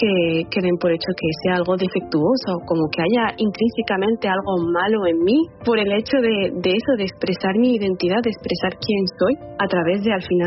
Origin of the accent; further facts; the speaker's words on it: Spain; Sí, somos españoles y amamos España y también soy argelina y eso no me hace menos española. Tener orígenes de otro lugar no me hace menos española, todo lo contrario.